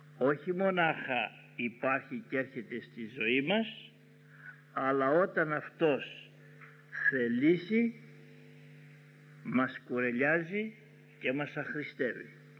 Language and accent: Greek; Ioannina, Epirus, Greece; Εγώ όταν ήμουν μικρό στα Γιάννενα